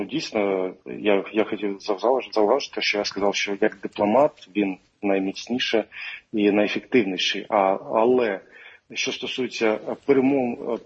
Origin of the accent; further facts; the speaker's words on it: Luhansk, Luhansk Oblast, Ukraine; я луганчанин